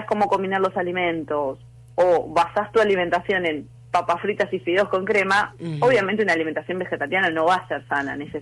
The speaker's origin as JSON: {"language": "Spanish", "country": "Argentina", "said": "Nosotros como argentinos, una reunión muchas veces implica alimentos de origen animal"}